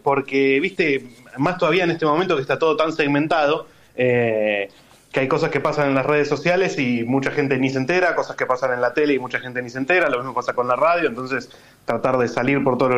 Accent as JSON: {"language": "Spanish", "town": "La Matanza", "region": "Buenos Aires Province", "country": "Argentina", "lives_now": "Buenos Aires, Argentina", "said": "Sí, yo soy de La Matanza, de La Matanza, más específicamente. Ahora ya hace igual un par de años que vivo acá en Capital."}